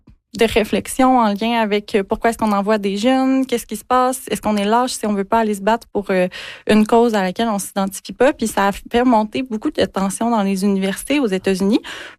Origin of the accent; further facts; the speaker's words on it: Quebec, Canada; dont on est dépouillé en tant que Québécois